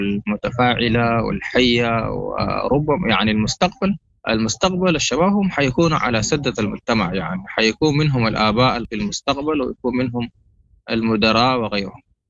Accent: Sudan; نحن الآن كشعب سوداني

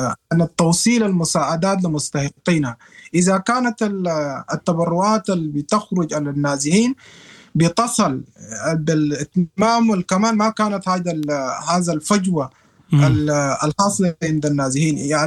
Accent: Sudan; وأنا سوداني يعني أعرف لغتهم تماما،

